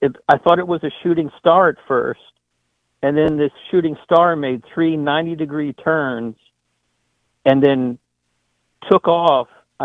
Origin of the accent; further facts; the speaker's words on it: Washington, District of Columbia, United States; because I grew up in Washington D.C., so you really couldn't see shooting stars and stuff.